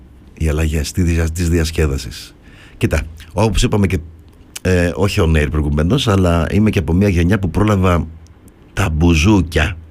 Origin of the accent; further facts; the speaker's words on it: Greece; Εδώ έχουμε αλλάξει σαν Έλληνες, σαν DNA τώρα, γιατί έχω και μια ηλικία.